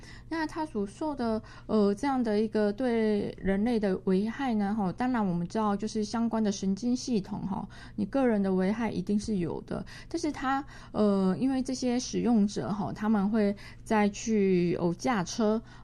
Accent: Taiwan; now in Kaohsiung, Taiwan; 我们台湾人

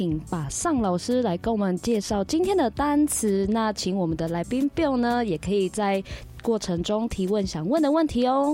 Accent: Taiwan; 大家好，

